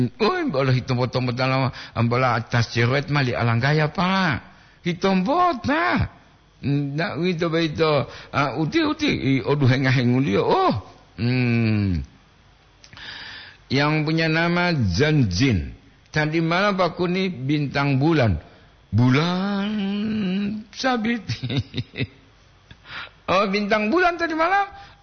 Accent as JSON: {"language": "Indonesian", "region": "Gorontalo", "country": "Indonesia", "moved": "yes", "lives_now": "Manado, Indonesia", "said": "Salam saya dari Gorontalo sekarang merantau di Manado."}